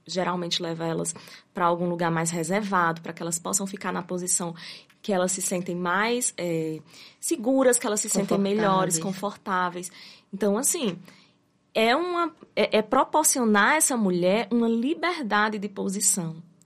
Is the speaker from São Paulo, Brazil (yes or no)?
no; Ceará, Brazil; now in Tarauacá, Brazil; que é seguido no Ceará, que é de onde eu venho, né?